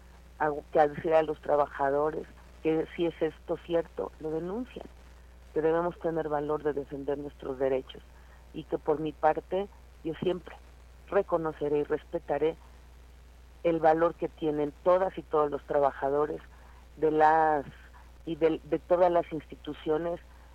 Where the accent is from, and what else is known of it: Tlaxcala, Mexico